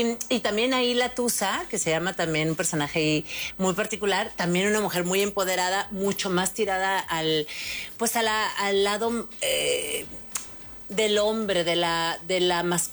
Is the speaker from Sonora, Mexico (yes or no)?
yes; Sonora, Mexico; Yo soy de Sonora, estados vecinos